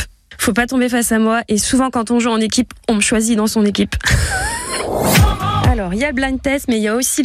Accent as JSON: {"language": "French", "town": "Saint-Brice-Courcelles", "region": "Grand Est", "country": "France", "tie": "born or raised there", "said": "Champagne Ardenne. Je sais que je suis de Saint-Brice-Courcelles parce que j'y ai passé toute ma vie, ma plus tendre enfance, au centre social, et je suis même devenue animatrice dans le centre social qui m'a vue grandir."}